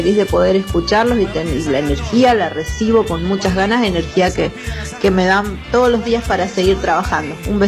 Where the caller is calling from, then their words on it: General Alvear, Mendoza, Argentina; de Victoria. General Alvear Mendoza.